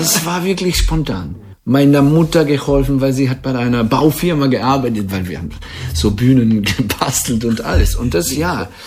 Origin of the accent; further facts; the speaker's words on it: Radlje ob Dravi, Koroška, Slovenia; also born or lived in Maribor / Paris; Ja, also ich komme aus Radlje, dann habe ich meine Mittelmusikschule in Maribor gemacht